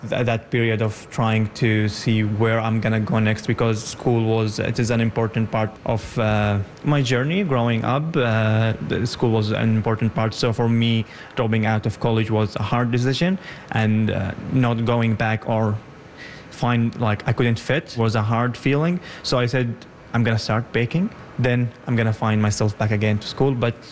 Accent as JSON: {"language": "English", "country": "Saudi Arabia", "tie": "born or raised there", "also_born_or_lived": "Yemen", "moved": "as an adult", "lives_now": "Ottawa, Canada", "said": "I grew up in Saudi Arabia. I was born in Saudi Arabia, but I'm from Yemen. I'm originally from Yemen. And I came here in 2022. I landed in Cornwall and I moved to Ottawa in May 2023."}